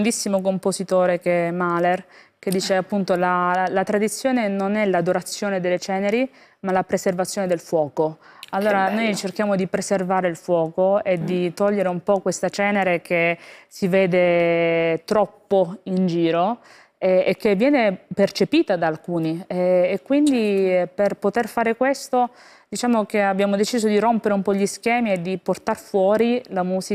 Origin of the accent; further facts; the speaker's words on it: Lecce, Apulia, Italy; now in Rome, Italy; sono leccese, sono proprio pugliese al 100%.